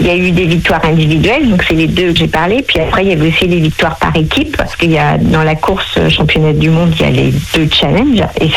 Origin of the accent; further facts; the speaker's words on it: Pays de la Loire, France; born there; je suis une vraie sartoise, je suis née en Sarthe.